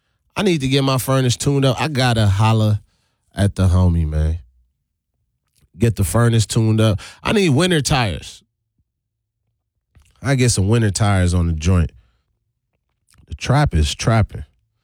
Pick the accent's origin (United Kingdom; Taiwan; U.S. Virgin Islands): U.S. Virgin Islands; Charlotte Amalie; moved away; I was born and raised in St. Thomas, the U.S. Virgin Islands. Moved here in 1998.